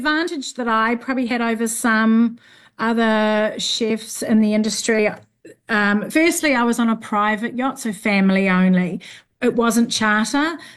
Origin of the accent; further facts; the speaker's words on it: Northland, New Zealand; saving up to go overseas, as us Kiwis do. But I learnt a lot. From a foodie family background, growing up in the Bay of Islands, we grew everything.